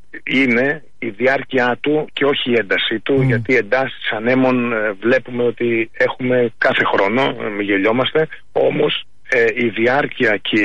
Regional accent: Greece; στην πατρίδα μου

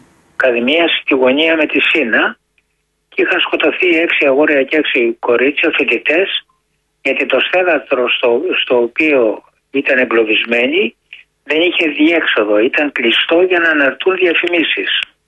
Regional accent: Peloponnese, Greece; της οικογένειας Αγγελόπουλων που είναι από την πατρίδα μου κάτω από τη Γουρτινία

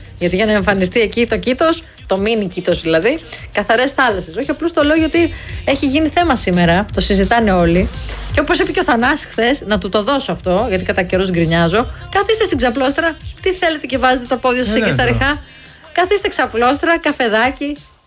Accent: Greece; Εμείς δηλαδή ως Έλληνες.

